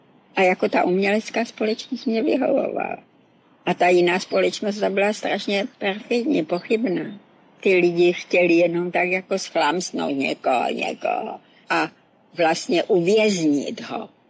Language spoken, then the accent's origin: Czech; Moravia, Czechia; now in Prague, Czechia; A ještě k tomu v cizí, byla jsem z Moravy, nebyla jsem odsud, jako tu Prahu jsem vůbec neznala.